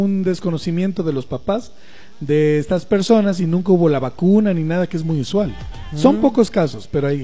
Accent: Quito, Pichincha, Ecuador; Yo soy quiteño, pero tengo raíces cuencanas.

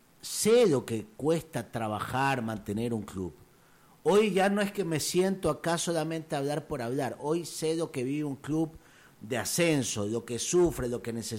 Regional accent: Chile; now in Guayaquil, Ecuador; yo no nací acá, pero yo me considero, además de chileno, yo me considero guayaquileño.

